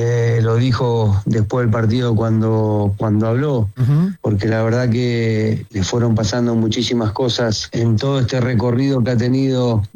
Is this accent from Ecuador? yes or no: no; Argentina